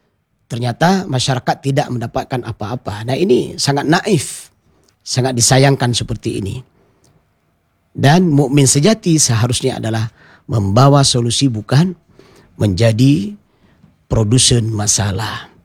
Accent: Aceh, Indonesia; saya sebagai orang Aceh, ya, saya sebagai orang Indonesia juga

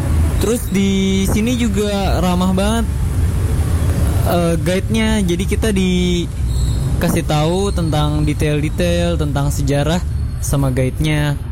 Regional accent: Jakarta, Indonesia; asal aku Jakarta.

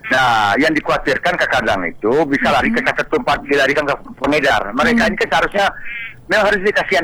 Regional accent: Jambi, Indonesia; Aku ini orang Brony, Pak. Asli di sana Brony. Itu kan daerah kami

